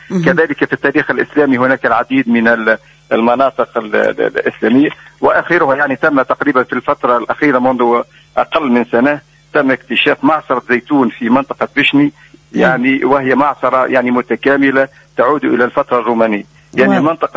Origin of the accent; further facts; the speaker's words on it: Nouil, Kebili Governorate, Tunisia; نعم هي بلدتي لأنها بلدتي انطلقت أنا بالكتابة حول بلدتي